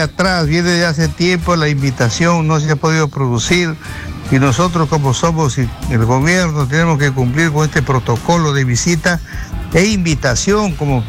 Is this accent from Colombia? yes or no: no; Peru; los peruanos, que pasamos aquí una serie de inconvenientes para llevar el pan cada día.